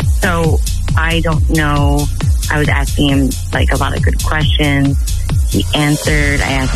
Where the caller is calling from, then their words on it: Prairieville, Louisiana, United States; I'm from Prairieville.